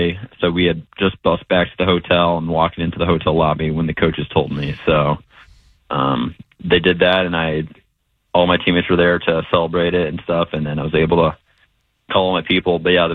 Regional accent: Texas, United States; born there; And obviously I was born in Texas, so it was kind of a homecoming of some sorts.

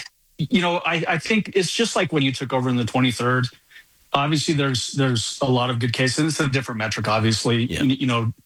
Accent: Colorado, United States; it's way different from when you and I grew up in Jefferson County too, George, right?

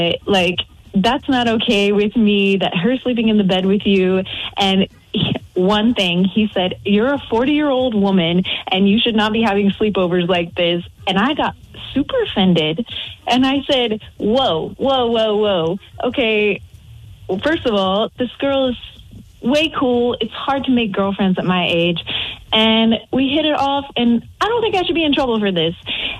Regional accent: United States; So I don't have many friends here. I'm obviously from the States.

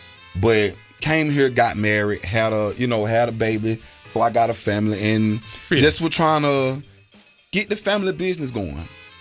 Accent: Macon, Georgia, United States; Macon, Georgia.

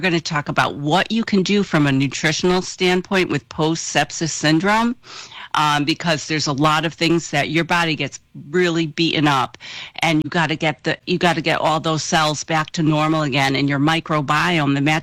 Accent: Ireland; I'm the Irish dietitian and we don't count alcohol calories, okay?

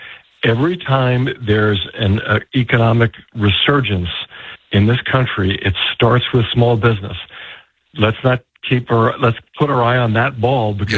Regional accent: New York, United States; moved away as an adult; now in Washington, D.C., United States; I am from Brooklyn and Queens in New York.

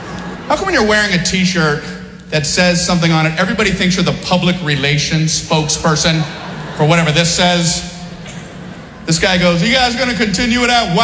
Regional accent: Miami, Florida, United States; I grew up in Miami, Florida.

